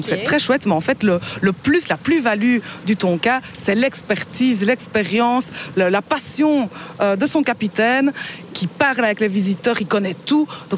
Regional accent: Belgium; On est belge, on aime bien tout ça.

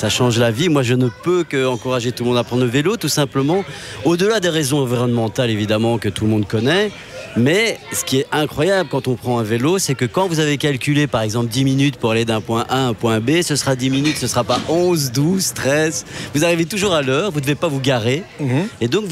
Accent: Ixelles, Brussels-Capital Region, Belgium; Je suis né à Ixelles et j'ai pratiquement toujours vécu à Ixelles et j'y vis encore

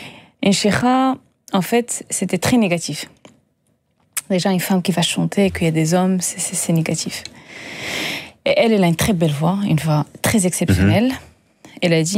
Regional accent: Agadir, Souss-Massa, Morocco; moved away; moi, j'ai grandi au Maroc. J'ai grandi dans le Sud.

